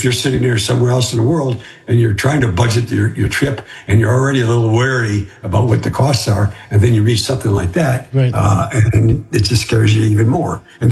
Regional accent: Detroit, Michigan, United States; I grew up on baseball, football, basketball, and having grown up in Detroit, particularly hockey.

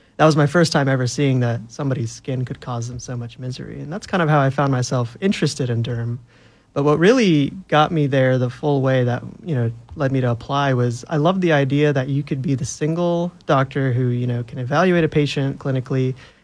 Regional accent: United States; my family, we're originally from Pakistan, but I've lived in the States my whole life.

